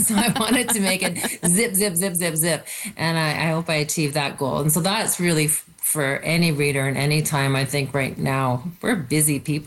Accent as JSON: {"language": "English", "country": "Canada", "said": "When we're from Canada, that doesn't happen that often."}